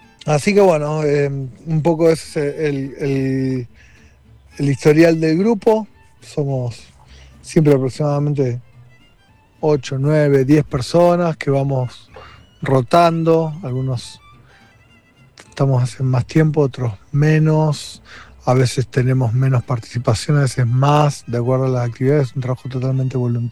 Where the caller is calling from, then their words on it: Villa Parque Siquiman, Córdoba, Argentina; de Villa Parque Sigman, parte del grupo de Compartiendo Semillas de Villa Parque Sigman, el centro sur de Punilla.